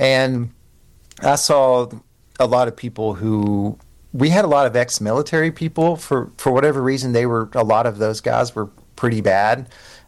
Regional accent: Kentucky, United States; accent: Appalachian; I'm from Eastern Kentucky, so I speak like a version of Appalachian.

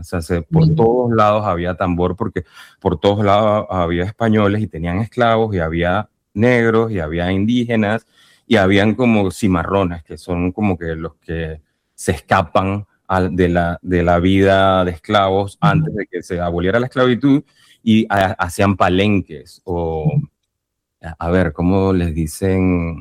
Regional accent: Panama; born or raised there

